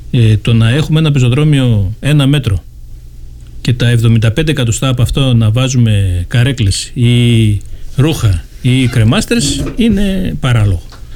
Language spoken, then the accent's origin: Greek; Giannitsa, Central Macedonia, Greece; Ζούμε σε μια επαρχιακή πόλη ή κομμόπολη με άλλα δεδομένα. Θυμάμαι ότι κάποτε είχα πει ότι είμαι από τα Γιάννητσά